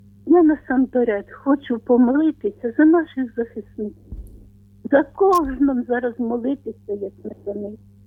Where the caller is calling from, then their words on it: Vinnytsia Oblast, Ukraine; я з Вінниччини